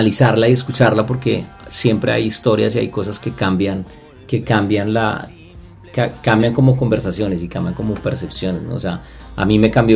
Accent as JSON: {"language": "Spanish", "country": "Colombia", "moved": "yes", "lives_now": "United States", "said": "Colombia claramente somos uno de los, digamos, de los países que tenemos más visibilidad"}